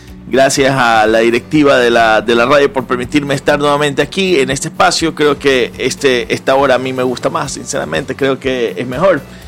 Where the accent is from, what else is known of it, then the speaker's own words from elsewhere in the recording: Ecuador; como los ecuatorianos decimos sí se puede